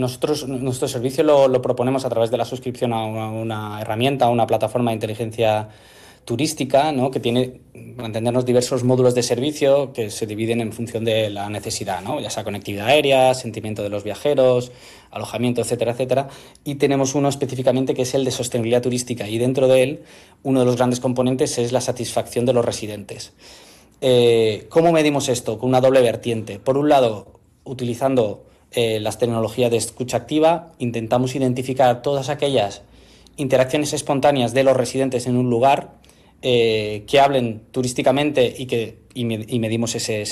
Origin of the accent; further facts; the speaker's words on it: Menorca, Balearic Islands, Spain; te hablo como menorquín, o sea que lo he vivido toda la vida